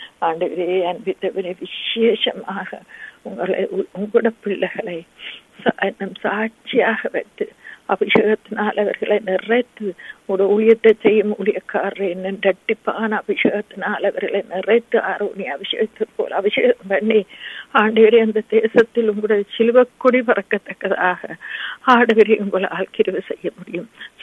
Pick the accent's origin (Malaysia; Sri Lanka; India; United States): Sri Lanka; moved away; நாங்க பிறந்து வளர்ந்த அந்த சிறிய தீவுக்காக